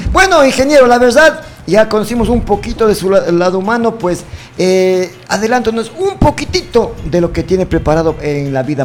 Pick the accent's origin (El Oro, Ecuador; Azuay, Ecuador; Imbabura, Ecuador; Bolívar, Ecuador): Imbabura, Ecuador; Ibarra; born there; Yo, nacido, alumbrado, parido por allá por el sector de Yaguachi, Parroquia de Esperanza, Cantón Ibarra, provincia de Imbabura, región interandina, o sea, país de esta nación, de aquí mismo, de Ecuador.